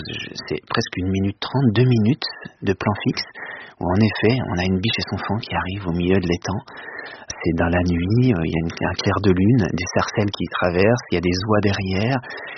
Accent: Chamagne, Grand Est, France; moi j'ai grandi à Chamagne, là où il est né, Claude Gelée

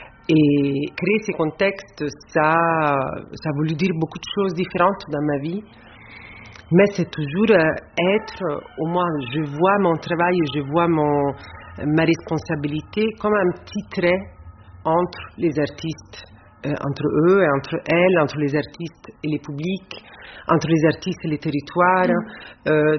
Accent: Rome, Lazio, Italy; Moi, j'ai grandi à Rome.

